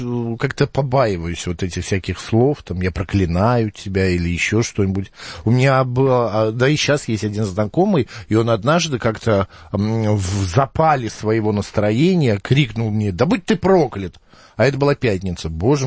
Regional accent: Moscow, Russia; Я говорю, в смысле, я из Москвы.

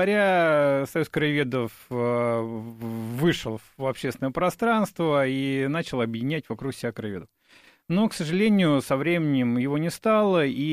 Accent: Moscow, Russia; для меня, как коренного москвича, когда люди начинают говорить, я коренной

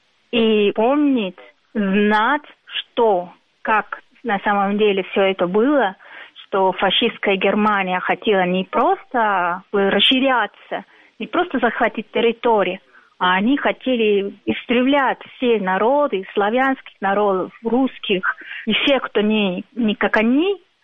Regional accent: Colombia; Я, поскольку из Колумбии, и У нас в Колумбии, вообще в Латинской Америке, учат, что это не называется Великая Отечественная война.

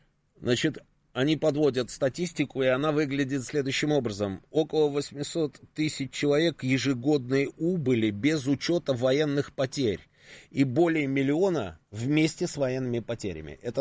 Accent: Moscow, Russia; Я говорю, из Москвы. О, чую же говор. Ну, вот что тут скажешь. Вот, понимаете, у нас, оказывается, говор.

